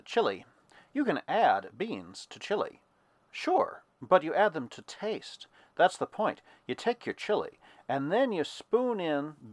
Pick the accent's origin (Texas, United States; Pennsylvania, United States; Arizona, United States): Texas, United States; as a Texan